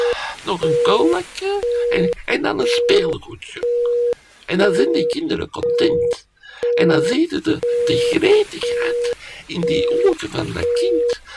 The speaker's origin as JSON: {"language": "Dutch", "country": "Belgium", "said": "als Belg moet je maar geen slechte frietjes serveren."}